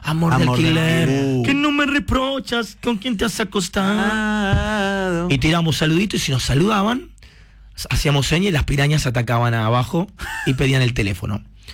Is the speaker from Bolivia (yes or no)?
no; Argentina; soy recontra argentino